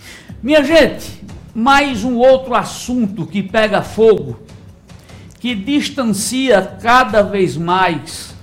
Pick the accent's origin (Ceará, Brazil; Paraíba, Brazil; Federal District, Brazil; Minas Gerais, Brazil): Paraíba, Brazil; Cajazeiras; moved away; Cidadão que saiu de onde eu saí, lá de Cajazeiras, começando numa rádio comunitária